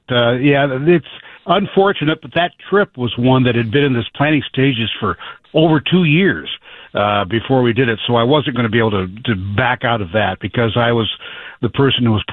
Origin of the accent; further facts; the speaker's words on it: Illinois, United States; I grew up in Western Illinois